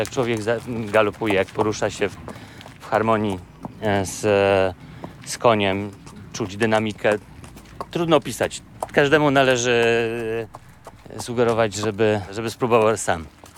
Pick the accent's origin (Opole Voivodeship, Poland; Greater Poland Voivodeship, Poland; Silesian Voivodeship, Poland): Silesian Voivodeship, Poland; Rybnik; moje nowiny, czyli miejsce, gdzie się wychowywałem w Rybniku